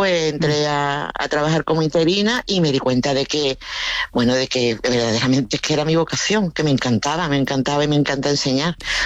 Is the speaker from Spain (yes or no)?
yes; Seville, Andalusia, Spain; Que somos, éramos de Sevilla, que fuimos comprando las casas medio destruidas y las fuimos renovando.